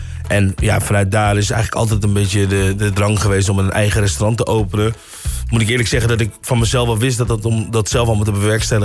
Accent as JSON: {"language": "Dutch", "region": "Friesland", "country": "Netherlands", "tie": "born or raised there", "also_born_or_lived": "Dordrecht", "moved": "yes", "said": "Fries, ja."}